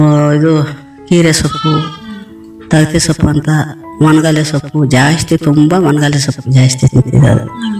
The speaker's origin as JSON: {"language": "Kannada", "region": "Karnataka", "country": "India", "tie": "born or raised there", "said": "ನಮ್ಮದು ಇದೇ ದೇವನಾಡಿ ಅಂತ. ಇಲ್ಲೇ ನಾವು ಹುಟ್ಟಿ ಬೆಳೆದಾಗೆಲ್ಲ ಇದೇ ಊರು. ನಮ್ಮ ತಾಯಿ ಊರು, ನಮ್ಮ ತಂದೆ ಊರು ಮಚ್ಚೂರು. ನಾವು ಇಲ್ಲಿ ಮದುವೆ ಆಗಿರೋದು ಗಂಡನ ಮನೆ ಅಂತಾರೆ. ಇದೇ ಊರು ನಮ್ಮದು."}